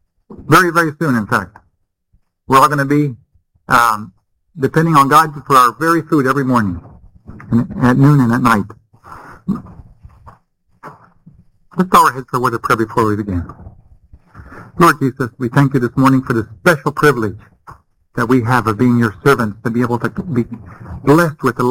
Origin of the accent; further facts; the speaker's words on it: Bolivia; I grew up with her in Bolivia.